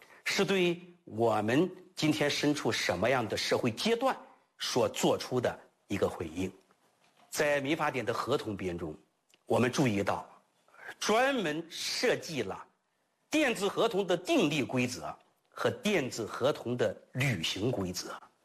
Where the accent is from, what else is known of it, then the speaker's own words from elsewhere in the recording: China; 网络虚拟财产成为了我们中国人今天越来越重要的财产类型